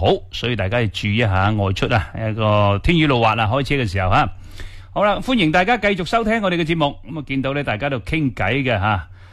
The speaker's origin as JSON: {"language": "Cantonese", "region": "Guangdong", "country": "China", "said": "我哋广东人煲汤最中意嘅"}